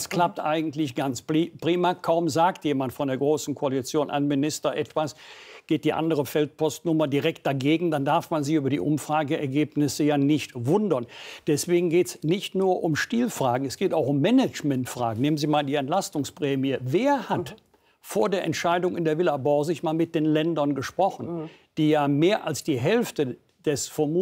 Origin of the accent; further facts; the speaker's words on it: Rhineland, Germany; Ich bin Rheinländer.